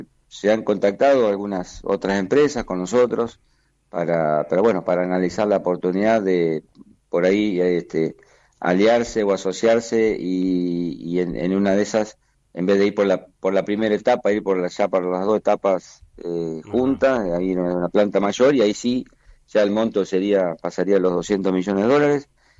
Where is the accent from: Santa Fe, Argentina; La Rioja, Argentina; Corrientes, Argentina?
Santa Fe, Argentina; Bombal; Yo soy un productor agrícola ganadero de acá del sur de Santa Fe. Mi pueblo es Bombal.